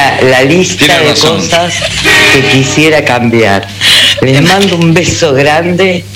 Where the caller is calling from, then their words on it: Ramos Mejía, Buenos Aires Province, Argentina; de Ramos Mejía.